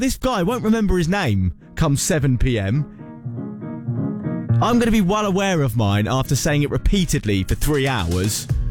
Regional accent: Portsmouth, South East England, United Kingdom; So, I'm from Portsmouth, it's where I live

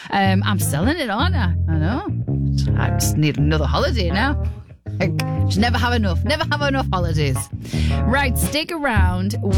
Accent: Newcastle upon Tyne, North East England, United Kingdom; most people think I'm a freak being a Geordie.

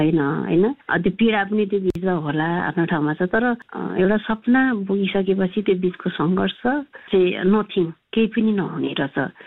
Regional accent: Gundu, Bagmati, Nepal; born there; म जन्मेको चाहिँ भक्तपुरको गुन्डु, अहिले जहाँ फेमस नै छ गुन्डु भन्ने ठाउँ।

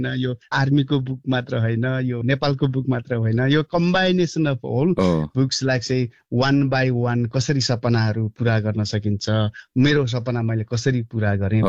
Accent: Rolpa, Lumbini Province, Nepal; born there; moved away; हामी जस्तो ब्याकग्राउन्डमा हेरेको हुर्के पनि, जस्तै रोल्पा जस्तो होइन, एउटा विगत गाउँमा जन्मेर भए पनि

